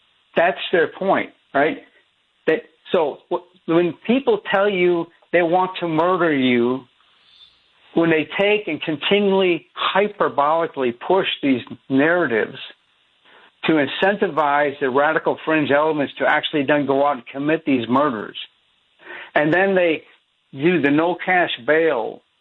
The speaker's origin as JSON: {"language": "English", "region": "Virginia", "country": "United States", "said": "Look at the districting, redistricting they tried here in my home state of Virginia."}